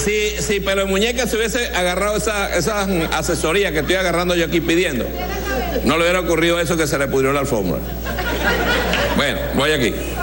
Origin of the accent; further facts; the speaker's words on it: Maracaibo, Zulia, Venezuela; moved away; Maracaibo. Voy a aprovechar que estuve allá en mi tierra